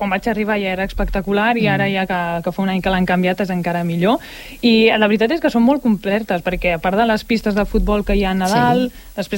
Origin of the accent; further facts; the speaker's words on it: Barcelona, Catalonia, Spain; moved away as an adult; now in Sant Boi de Llobregat, Spain; jo sóc de Barcelona de tota la vida